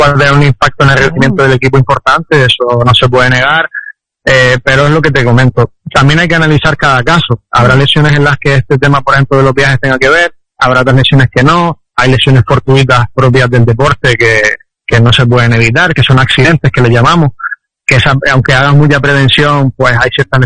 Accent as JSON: {"language": "Spanish", "country": "Spain", "moved": "as an adult", "lives_now": "Johor, Malaysia", "said": "somos casi todos españoles"}